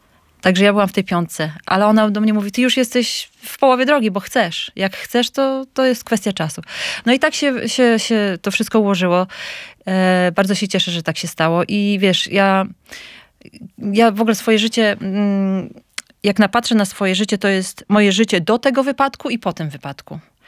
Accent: Suwałki, Podlaskie Voivodeship, Poland; born there; moved away as an adult; also born or lived in Warsaw, Poland / Sydney, Australia; Urodziłam się w Suwałkach, skończyłam studia w Warszawie i po zrobieniu magistra wyjechałam do Sydney. Tam poznałam swojego byłego męża, więc zostałam. Mieszkałam tam przez 12 lat.

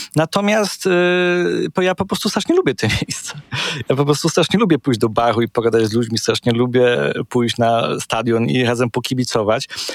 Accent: Gliwice, Silesian Voivodeship, Poland; Ja się wychowywałem przy pętli tramwajowej na Wójtowej Wsi w Gliwicach.

